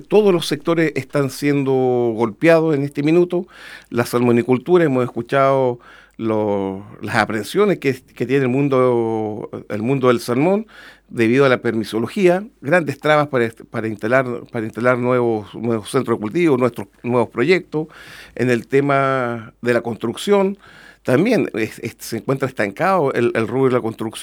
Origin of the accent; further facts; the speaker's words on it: Llanquihue, Los Lagos, Chile; also born or lived in Santiago; nos afincamos nuevamente en Llanquihue. Yo soy de Llanquihue, mi familia es de Llanquihue, yo estudié en Puerto Ara, el Colegio Germania, así que soy de acá, de la zona.